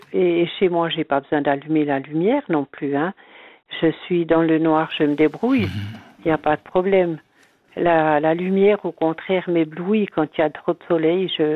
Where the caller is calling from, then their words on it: Biel/Bienne, Bern, Switzerland; mais en tout cas ici à Bienne, il y a quelque chose qui vibre.